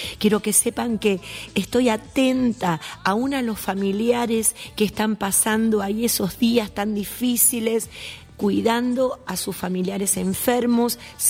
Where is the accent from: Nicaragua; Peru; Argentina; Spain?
Argentina; somos bien argentinos.